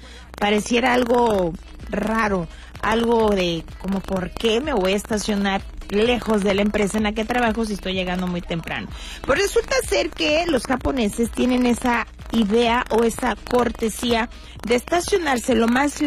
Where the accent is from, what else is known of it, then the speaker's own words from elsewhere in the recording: Mexico; nosotros que en este caso pues somos mexicanos?